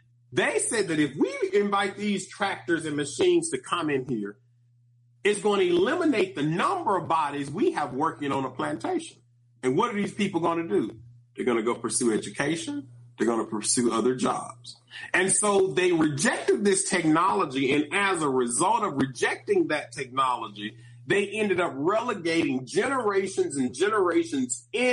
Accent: Mississippi, United States; I'm from the Mississippi Delta.

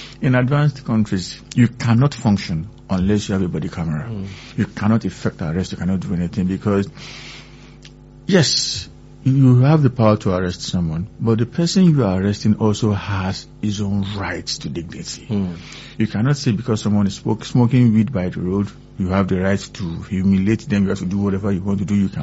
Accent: Nigeria; born there

